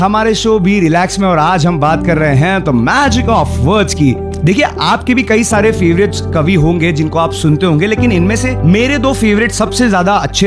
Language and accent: Hindi; Indore, Madhya Pradesh, India; मैं जो हूँ इंदौर का रहने वाला हूँ